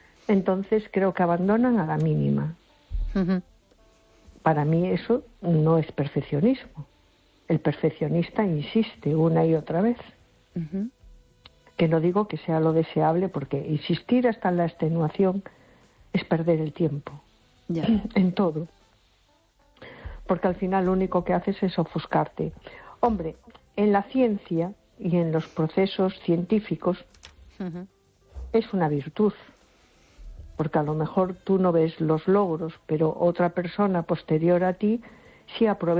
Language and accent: Spanish; A Coruña, Galicia, Spain